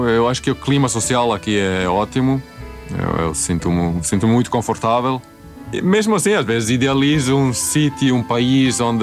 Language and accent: Portuguese; Helsinki, Uusimaa, Finland; moved away as an adult; also born or lived in Tampere; Eu vivi em Helsínquia, onde nasci, mas também em Tampere e em algumas cidades mais pequenas.